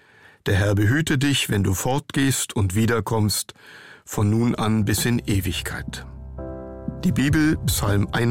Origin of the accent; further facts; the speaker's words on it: Berlin, Germany; So viel Freundlichkeit sind wir als Berliner nicht gewohnt.